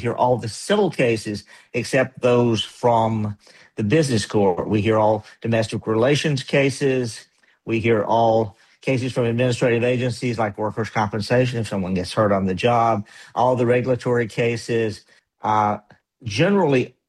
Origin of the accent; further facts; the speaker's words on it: Yancey County, North Carolina, United States; also born or lived in Lenoir, North Carolina; I was born in rural Yancey County. I grew up on Price's Creek and lived there until I was 15 years old